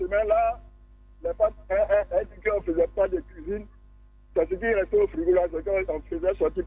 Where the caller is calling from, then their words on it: Abidjan, Côte d’Ivoire; Je vous appelle en Abidjan